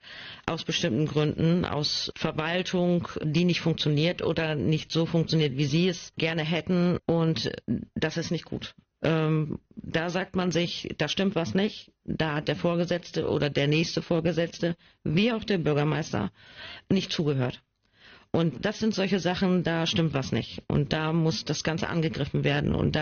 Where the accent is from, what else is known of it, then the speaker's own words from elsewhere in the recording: Schortens, Lower Saxony, Germany; Ich bin in Schortens aufgewachsen. Meine Eltern sind schon dort aufgewachsen. Meine Tochter ist auch da groß geworden. Also es ist wirklich meine Heimat.